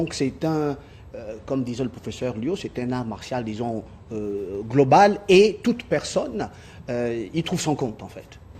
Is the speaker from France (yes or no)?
no; Gabon; now in China; à mon pays natal, au Gabon.